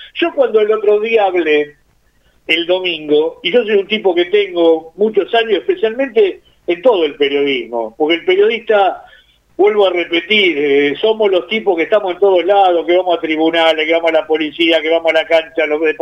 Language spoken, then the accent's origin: Spanish; Santa Fe, Argentina; Usted trabajó en Rosario, en la radio Rosario, yo soy de Santa Fe.